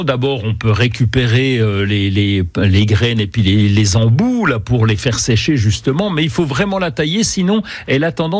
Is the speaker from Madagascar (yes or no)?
no; Bourgogne-Franche-Comté, France; c'est qu'elle pousse bien chez nous en Franche-Comté.